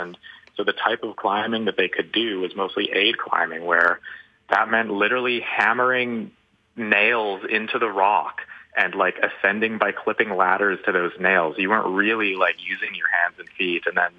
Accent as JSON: {"language": "English", "town": "Calgary", "region": "Alberta", "country": "Canada", "tie": "born or raised there", "said": "I mean, I grew up in Calgary"}